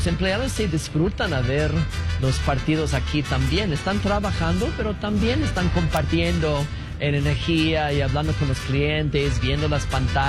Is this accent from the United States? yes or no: yes; New York, United States; Spanish is a second language; moved away as an adult; now in Mexico City, Mexico; soy de Nueva York. Mi corazón está compartido. Una parte de mi corazón es por Estados Unidos y una parte de mi corazón es para México. He vivido en México 16 años.